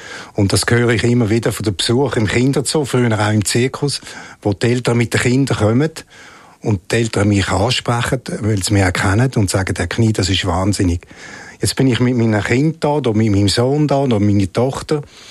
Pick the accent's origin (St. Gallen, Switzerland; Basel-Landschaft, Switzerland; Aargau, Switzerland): St. Gallen, Switzerland; Rapperswil; Da bin ich in Rapperswil aufgewachsen und habe dort Schule gemacht.